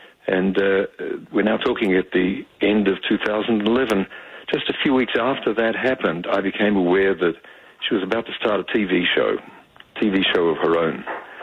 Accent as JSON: {"language": "English", "country": "Australia"}